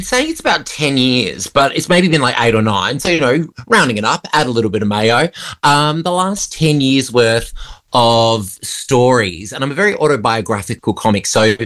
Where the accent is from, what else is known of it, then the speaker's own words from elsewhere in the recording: Perth, Western Australia, Australia; now in Melbourne, Australia; So I grew up in Perth, but I live in Melbourne now, and … are Melbourne Australian royalty